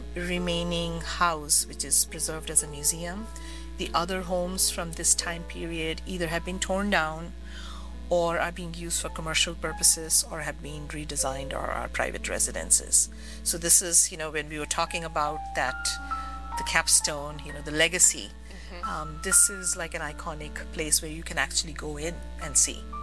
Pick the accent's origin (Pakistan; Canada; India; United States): India; I was born in India X decades ago. I won't tell you how many decades ago. I grew up with a very sort of broad mindset.